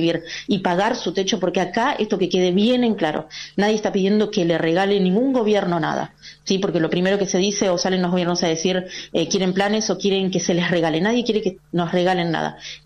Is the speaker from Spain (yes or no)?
no; Argentina; como argentinos, como trabajadores